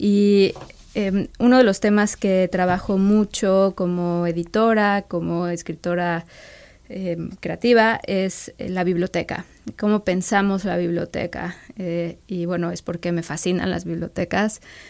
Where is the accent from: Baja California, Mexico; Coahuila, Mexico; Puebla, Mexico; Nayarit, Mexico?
Puebla, Mexico; Cholula; Yo crecí en Cholula, y y no crecí yendo de niña a una biblioteca.